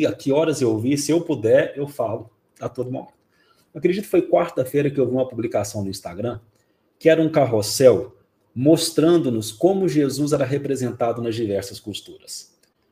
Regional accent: Minas Gerais, Brazil; Carol, eu sou mineiro, né?

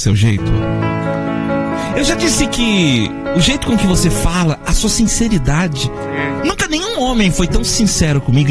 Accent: Florianópolis, Santa Catarina, Brazil; Desculpa, eu sou de Florianópolis, tá?

